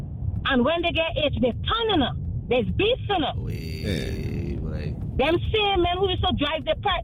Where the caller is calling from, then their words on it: Santa Cruz, Trinidad & Tobago; I'm from Santa Cruz.